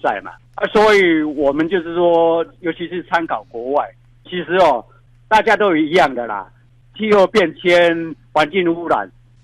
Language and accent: Chinese; Qimei, Penghu County, Taiwan; 在七美是我的故乡